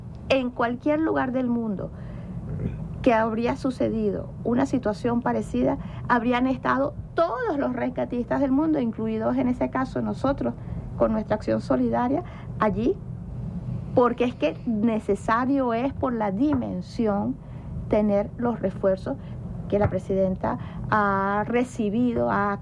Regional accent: Venezuela; como venezolanas y venezolanos, nosotros sufrimos la tragedia de Vargas en el año 99

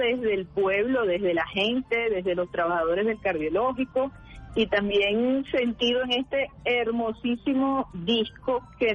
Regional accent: Venezuela; yo creo que eso además es lo que nos une como venezolanas y como venezolanos, esa sensibilidad particular, ese amor por nuestra tierra

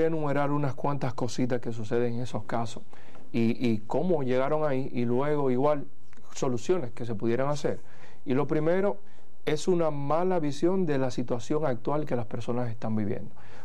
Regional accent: Dominican Republic; accent: Dominican; digámoslo en dominicano

